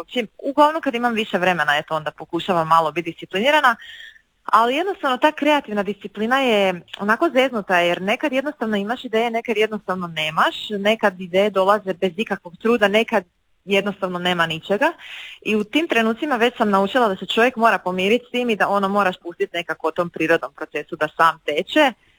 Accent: Osijek, Osijek-Baranja County, Croatia; Iz Osijeka sam, evo već sam 10 godina na našoj glazbenoj sceni

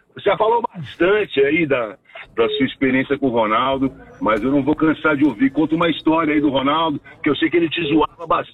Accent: São Paulo, Brazil; São Paulo. São Paulo. Eu sou de São Miguel Paulista.

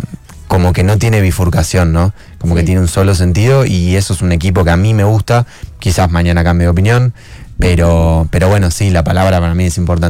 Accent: Chivilcoy, Buenos Aires Province, Argentina; moved away; Yo soy de Citibel, que es del interior de Buenos Aires.

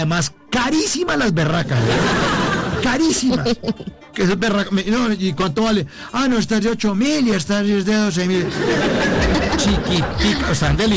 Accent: Bogotá, Colombia; now in Medellín, Colombia; yo, que soy Rolo, Maracabina, yo vivo en Medellín, de hecho, yo vivo en Medellín.

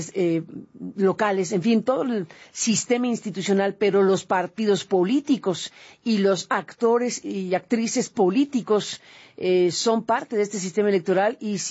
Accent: Mexico

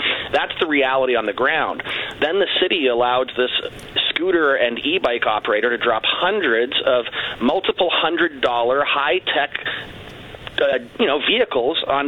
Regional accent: Tirana, Tirana County, Albania; now in Windsor, Canada; Tirana, for example, my hometown where I was born.

